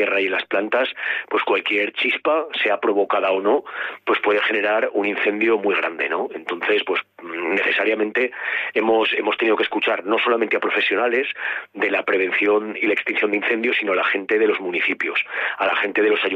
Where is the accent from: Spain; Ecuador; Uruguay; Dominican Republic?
Spain; Ebro Valley, Aragon; Yo vengo del Valle del Ebro, yo vivo en un pueblo de Zaragoza